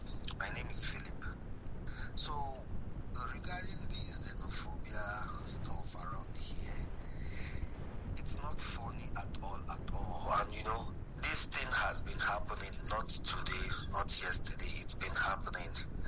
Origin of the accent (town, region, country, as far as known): Nigeria; now in South Africa